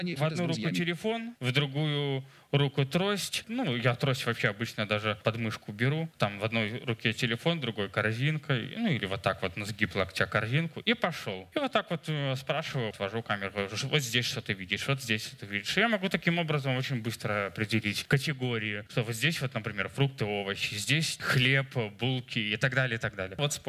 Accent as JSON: {"language": "Russian", "region": "Minsk", "country": "Belarus", "tie": "born or raised there", "said": "это же все-таки Минск, мой родной город, я понимаю, что раз ДДС Малиновка 4, значит, это в мою сторону."}